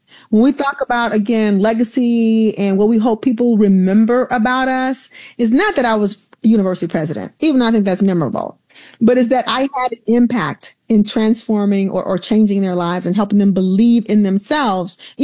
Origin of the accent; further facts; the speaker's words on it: Alabama, United States; So when I was a little girl, like they say, growing up in the South in Alabama, my grandfather built our home that we had from bricks and old houses that had been torn down.